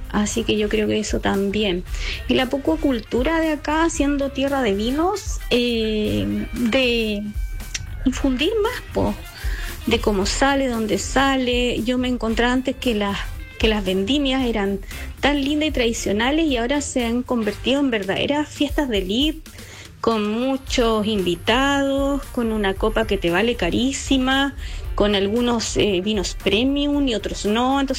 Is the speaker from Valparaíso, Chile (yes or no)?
no; Santa Cruz, O'Higgins, Chile; Mira, yo soy de acá, de Santa Cruz. Me vine hace más de 20 años.